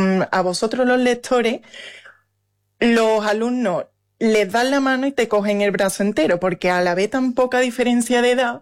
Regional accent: Spain; moved away as an adult; now in United States

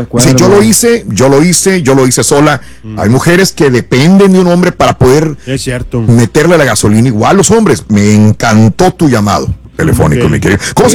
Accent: the Valley, Texas, United States; ahí vas por mi tierra

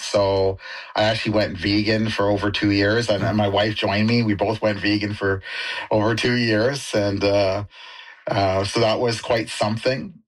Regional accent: Maple Ridge, British Columbia, Canada; I'm from Maple Ridge

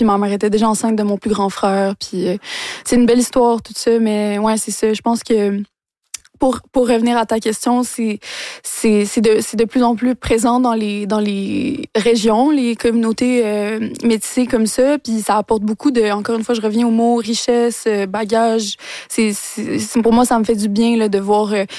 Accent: Quebec, Canada; en tant que Québécois, Québécoise

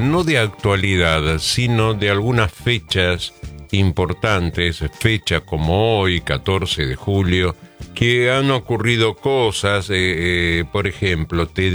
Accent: Argentina

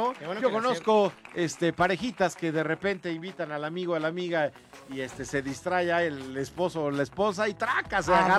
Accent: Mexico; Somos mexicanos, mi querido Alpizar, y se las ingenia uno.

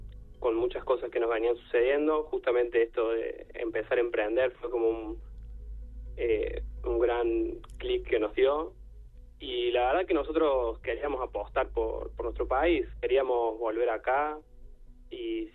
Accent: Córdoba, Argentina; Yo amo Córdoba, amo mi provincia.

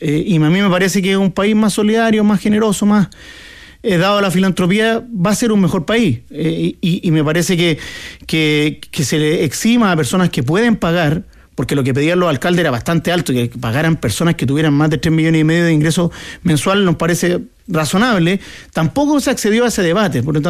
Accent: Chile; siendo los mismos chilenos que reciben, o sea, chilenos que suponemos que tienen los mismos derechos que otros

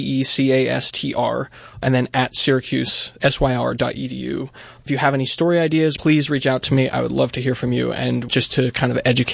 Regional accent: Ithaca, New York, United States; I'm from upstate New York originally. I'm from Ithaca. I went to Ithaca College about an hour and 15 minutes away from here.

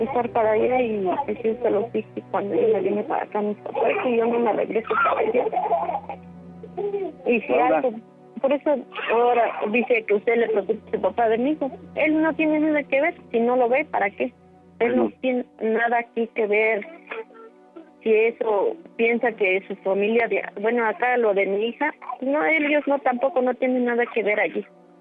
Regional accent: Hidalgo, Mexico; Soy de Hidalgo.

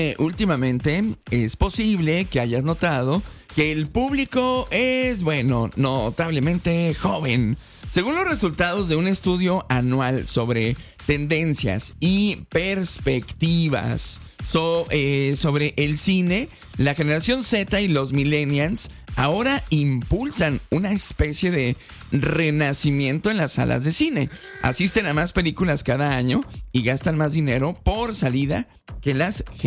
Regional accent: Mexico

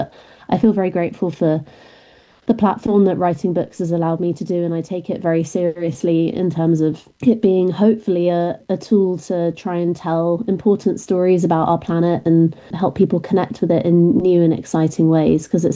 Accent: Devon, South West England, United Kingdom; also born or lived in Augusta, Georgia, United States; I was brought up in a really beautiful part of England in a county called Devon in the southwest near the coast.

